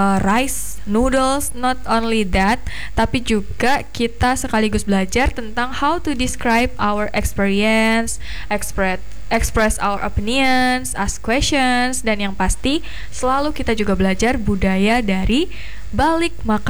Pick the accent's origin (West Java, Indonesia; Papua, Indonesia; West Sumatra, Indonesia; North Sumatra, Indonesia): West Sumatra, Indonesia; Padang; Karena itu udah disesuaikan sama selera kita orang Padang.